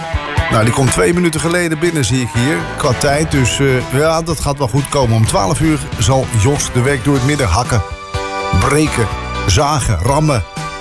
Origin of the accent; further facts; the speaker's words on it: Netherlands; Als Nederlander even een Poolse goeiemorgen doen.